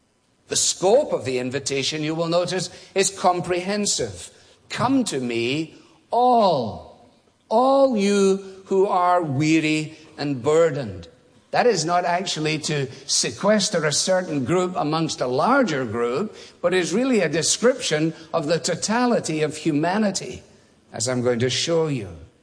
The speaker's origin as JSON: {"language": "English", "region": "Scotland", "country": "United Kingdom", "said": "And in making the call, as a Scotsman, it seemed to me only sensible to ask for it to be person to person."}